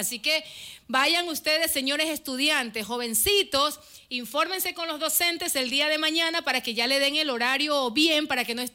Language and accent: Spanish; Ecuador; Como ecuatoriana que soy